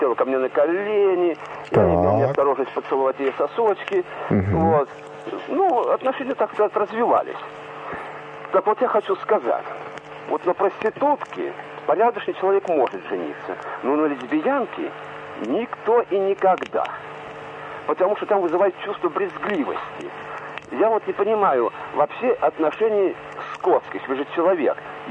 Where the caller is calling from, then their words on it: Volgograd, Volgograd Oblast, Russia; Я гость столицы из Сталинграда. Вчера приехал